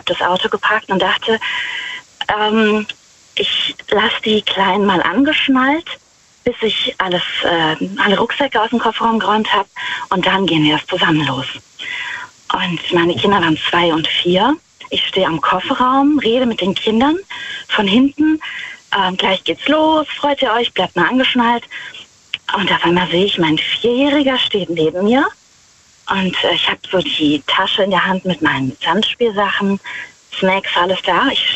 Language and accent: German; Wittlich, Rhineland-Palatinate, Germany; Ich bin aus der Nähe von Wittlich.